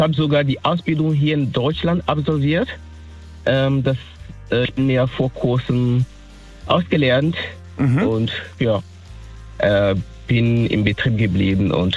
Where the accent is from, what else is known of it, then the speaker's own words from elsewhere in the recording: Togo; German is a second language; moved away as an adult; now in Germany; Und da aus Togo komme ich ursprünglich.